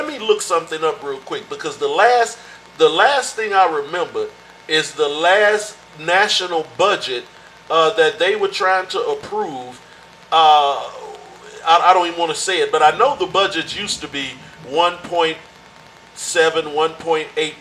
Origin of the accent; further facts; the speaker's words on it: United States; because I was raised up in America too.